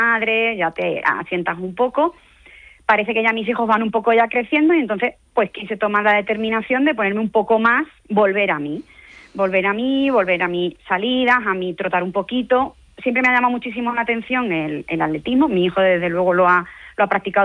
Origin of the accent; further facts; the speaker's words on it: San Fernando, Andalusia, Spain; moved away as an adult; also born or lived in Menorca; now in Albacete, Spain; Yo nací en Cádiz, bueno, nací en San Fernando, estudié la carrera, soy enfermera. No tuve la oportunidad de poder trabajar allí en el Sistema Nacional de Salud, me tuve que ir a Menorca. Por circunstancias de la vida, me tuve que venir aquí a Albacete. Desde hace 19 años